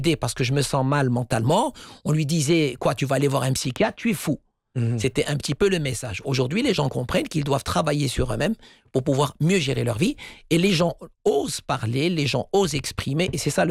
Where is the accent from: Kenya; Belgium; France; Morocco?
Morocco; Un exemple chez nous au Maroc